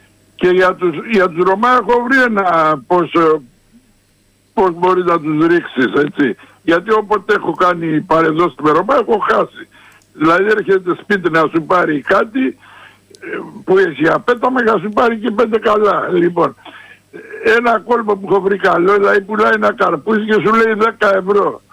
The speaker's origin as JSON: {"language": "Greek", "country": "Greece", "said": "επειδή είμαστε από εδώ, επειδή είμαστε Έλληνες."}